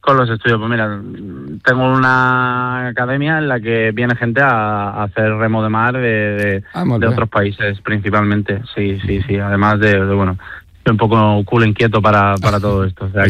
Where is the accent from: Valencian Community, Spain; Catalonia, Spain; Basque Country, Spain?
Valencian Community, Spain; Torrevieja; yo empecé a remar en mi ciudad natal, en Torrevieja